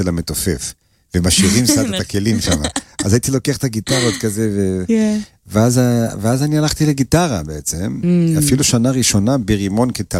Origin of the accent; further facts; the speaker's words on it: Rio de Janeiro, Brazil; now in Israel; אני גדלתי עם מוזיקה ברזילאית, כאילו, אני גדלתי בריו